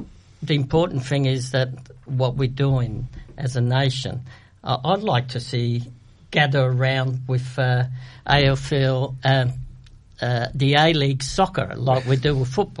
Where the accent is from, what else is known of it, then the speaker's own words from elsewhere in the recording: Australia; I'm an Australian from Italian background